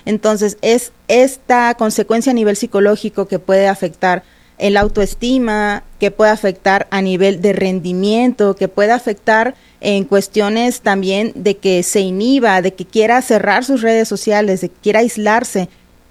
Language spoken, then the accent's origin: Spanish; Mexico; Decimos en México, por si las moscas